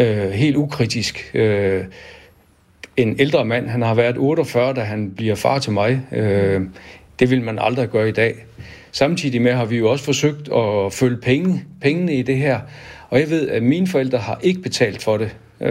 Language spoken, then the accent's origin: Danish; North Denmark Region, Denmark; Jeg er opvokset i Thy og har været rigtig glad for det. Jeg har haft verdens bedste forældre deroppe